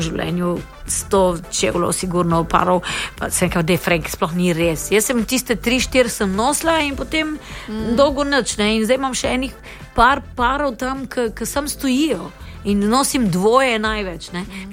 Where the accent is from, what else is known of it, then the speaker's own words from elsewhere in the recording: Styria, Slovenia; Seveda, sem pa Štajerka.